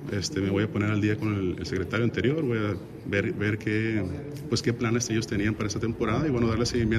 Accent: Los Mochis, Sinaloa, Mexico; yo soy de Los Mochis, nacido, aquí es mi familia, oriundo

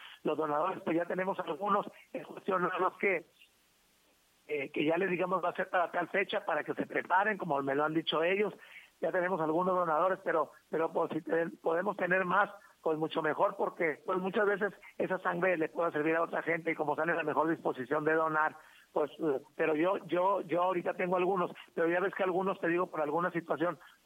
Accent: Tehueco, Sinaloa, Mexico; Soy indio de Tehueco y me siento muy orgulloso de mis raíces.

